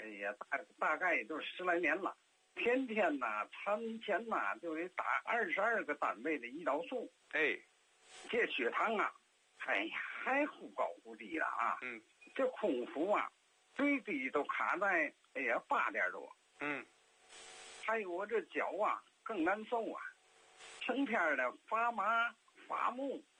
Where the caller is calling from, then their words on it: Tianjin, China; 我是天津的老朋友啊